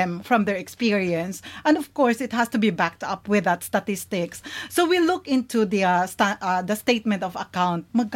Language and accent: Tagalog; Mindanao, Philippines; moved away; I'm from Mindanao